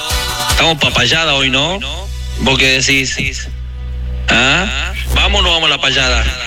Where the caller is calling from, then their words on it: General Roca, Río Negro, Argentina; de acá de Roca, Río Negro, Argentina. Caucetero, como siempre, de pura cepa.